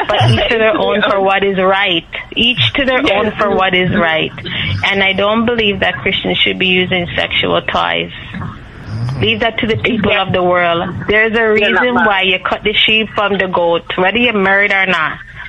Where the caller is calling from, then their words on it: Canada; We're calling from Canada, and we're always listening to you.